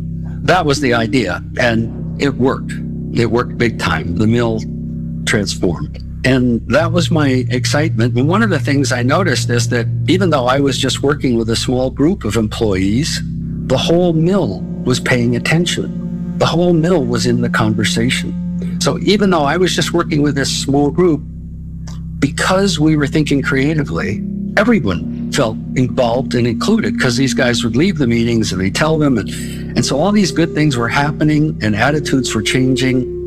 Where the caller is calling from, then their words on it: Port Townsend, Washington, United States; And I'm calling from Port Townsend, Washington.